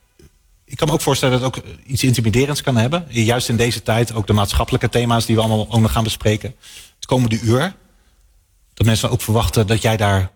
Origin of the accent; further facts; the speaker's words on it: Netherlands; wij denken wel, als Nederlanders misschien specifiek, dat we nuchter en rationeel zijn.